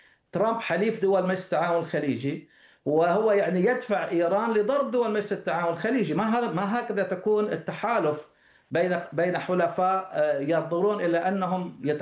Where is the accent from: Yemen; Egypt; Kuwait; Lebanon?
Kuwait; عندنا في الكويت